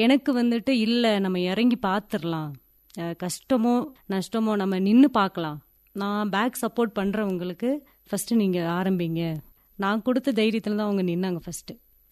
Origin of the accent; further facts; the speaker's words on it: Uthamapalayam, Tamil Nadu, India; now in Ooty, India; என்னோட சொந்த ஊர் வந்து உத்தமபாளையம் தேனி மாவட்டம். அப்பா அம்மாவங்கெல்லாம் விவசாயம் தான்.